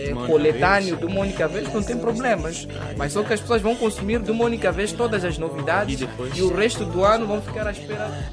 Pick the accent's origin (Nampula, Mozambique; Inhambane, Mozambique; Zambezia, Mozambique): Zambezia, Mozambique; Quelimane; now in Tete, Mozambique; Eu, em particular, também sou da Zambésia, mas da cidade de Kilimani.